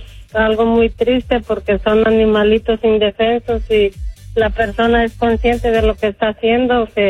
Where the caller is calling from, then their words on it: Elgin, Texas, United States; De aquí, de Elgin